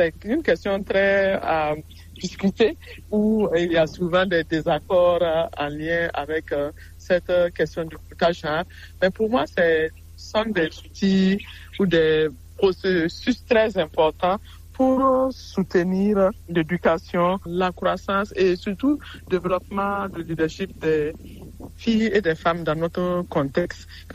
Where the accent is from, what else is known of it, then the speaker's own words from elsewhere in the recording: Burkina Faso; comme indiqué. Je suis burkinabé.